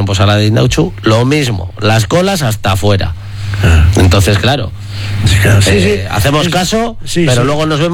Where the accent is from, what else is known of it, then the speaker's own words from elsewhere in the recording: Bilbao, Basque Country, Spain; pero es que somos muy bilbaínos